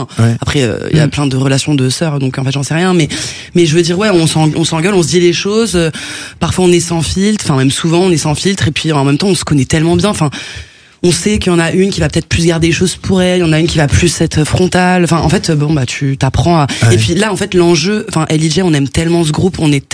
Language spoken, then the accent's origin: French; Saint-Denis, Île-de-France, France; On a grandi à Saint-Denis dans le 93.